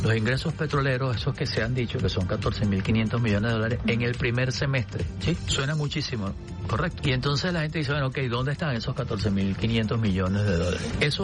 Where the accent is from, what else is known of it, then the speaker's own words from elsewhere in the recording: Venezuela; es que yo como venezolano lo siento en mi bolsillo.